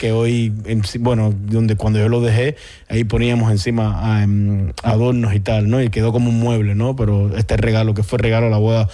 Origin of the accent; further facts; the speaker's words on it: Cuba; moved away; soy cubano y y cuesta migrar y cuesta adaptarse a la cultura, a la idiosincrasia y a la vida fuera de tu país.